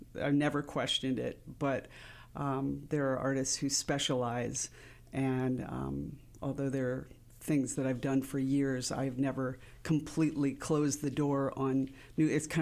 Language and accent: English; New York, United States; also born or lived in California; I grew up pretty much outside of New York City in the mm-hmm. suburbs, mm-hmm. and half an hour, really close.